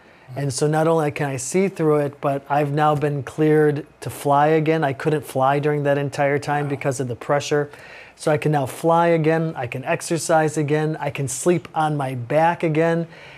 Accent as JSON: {"language": "English", "town": "Chicago", "region": "Illinois", "country": "United States", "said": "you know, I'm from Chicago, so I had family and friends who attended that particular baseball game"}